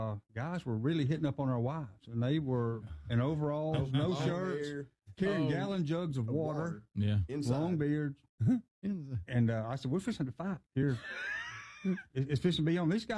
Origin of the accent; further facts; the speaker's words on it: Haleyville, Alabama, United States; Haleyville, Alabama.